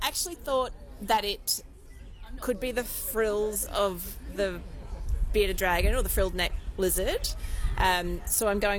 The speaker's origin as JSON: {"language": "English", "town": "Middlemount", "region": "Queensland", "country": "Australia", "tie": "born or raised there", "also_born_or_lived": "Blackwater", "said": "I was born in Blackwater. I grew up in Middlemount."}